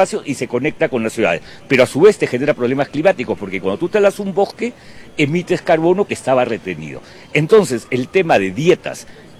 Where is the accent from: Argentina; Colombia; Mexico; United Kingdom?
Colombia; Los 40, sí, hay una fuerte vinculación con Colombia. Para mí Colombia es mi tierra.